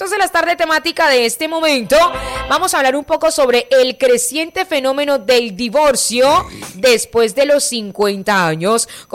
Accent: Colombia

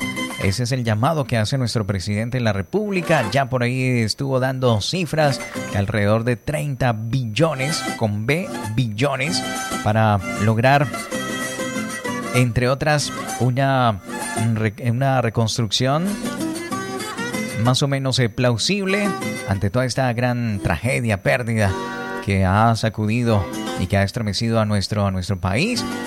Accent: Colombia; somos colombianos y conocemos la resiliencia

